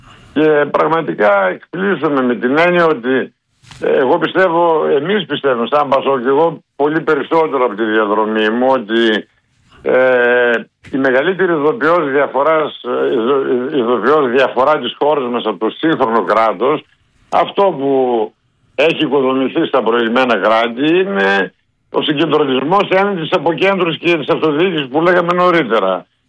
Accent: Macedonia, Greece; Η Χαλκιδική την ξέρω λίγο καλύτερα από εκείνο, ως Μακεδόνας.

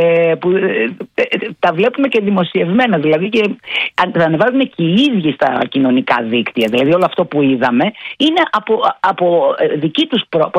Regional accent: Turkey; Greek is a second language; λέγοντα ότι μιλάω πολύ καλά αυτή τη γλώσσα. Αν και είμαι Τουρκάλα.

